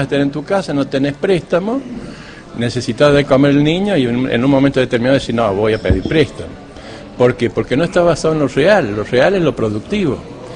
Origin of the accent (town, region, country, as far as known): Argentina